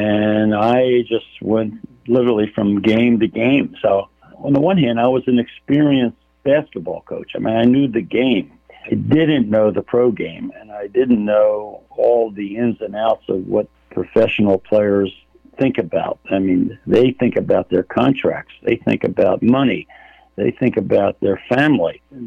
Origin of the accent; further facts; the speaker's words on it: Philadelphia, Pennsylvania, United States; And we win the championship, ironically, in my hometown.